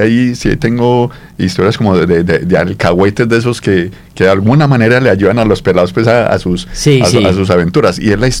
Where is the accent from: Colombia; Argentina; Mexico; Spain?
Colombia; Abejorral, Antioquia; now in La Ceja, Colombia; Sí, yo como yo soy migrante de Abejorral a La Ceja